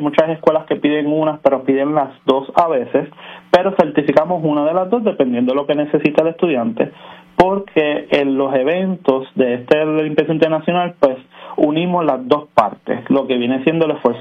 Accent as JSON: {"language": "Spanish", "town": "Mayagüez", "country": "Puerto Rico", "said": "Yo soy de Mayagüez."}